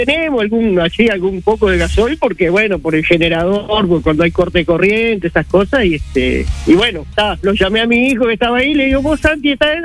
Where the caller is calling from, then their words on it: Estación Barker, Colonia, Uruguay; yo vivo en Estación Barker. Es una estación de ferrocarril que obvio ya no funciona, porque no funcionan los ferrocarriles, pero ¿no? El pueblito es Estación Barker. Estamos a 11 kilómetros de Rosario.